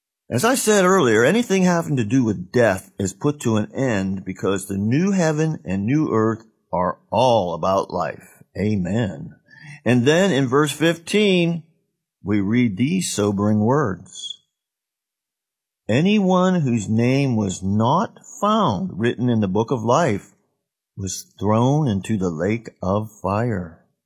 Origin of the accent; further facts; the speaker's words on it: Ohio, United States; I grew up near the Tuscarawas River